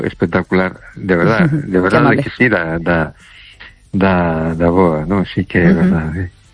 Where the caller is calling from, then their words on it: A Coruña, Galicia, Spain; Hola, buenas noches. … de Coruña.